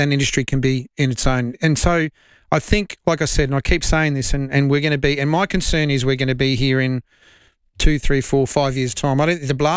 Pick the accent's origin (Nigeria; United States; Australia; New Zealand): Australia